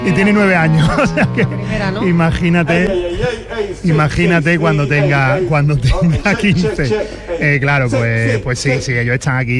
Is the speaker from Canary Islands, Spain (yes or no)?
no; Málaga, Andalusia, Spain; todos los que somos malagueños estamos súper orgullosos